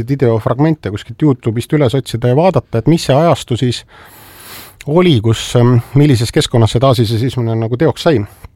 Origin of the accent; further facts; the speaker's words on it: Saare County, Estonia; nii-öelda minu kodusaarelt pärit, eks ju, selline erakordselt ebaõnnestunud monument, mille Saaremaa kommunistid paigutasid veel 87. aastal vist